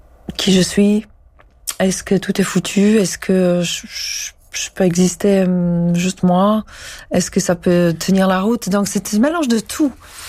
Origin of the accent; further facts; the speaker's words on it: Czechia; French is a second language; now in France; moi je viens de Pays de l'Est.